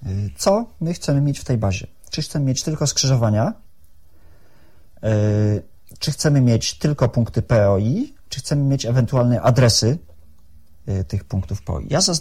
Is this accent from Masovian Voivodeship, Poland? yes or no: no; Szczecin, West Pomeranian Voivodeship, Poland; od urodzenia mieszkam na ulicy Santockiej na osiedlu Kaliny.